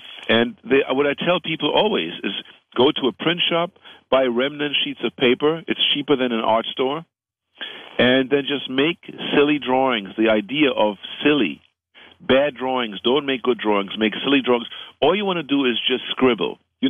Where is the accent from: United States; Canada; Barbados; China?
China; born or raised there; also born or lived in Berlin, Germany